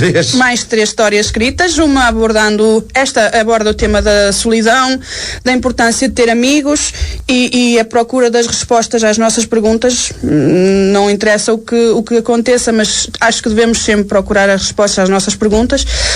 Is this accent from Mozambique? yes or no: no; Selim, Portugal; Em Selim, a minha terra.